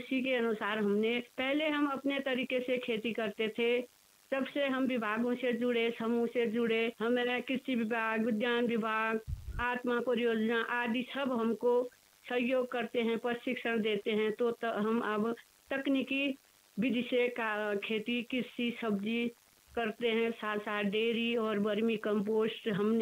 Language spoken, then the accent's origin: Hindi; Pithoragarh district, Uttarakhand, India; ग्राम Balakot, post office Harcourt, जिला पिथौरागढ़ की मूल निवासी हूँ।